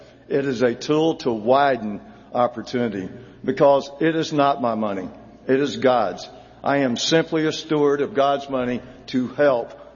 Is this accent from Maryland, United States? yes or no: no; Atlanta, Georgia, United States; I grew up in the Techwood Projects in Atlanta.